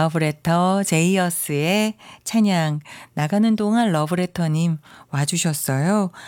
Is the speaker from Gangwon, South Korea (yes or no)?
yes; Gangwon, South Korea; 저도 강원도 사람이라서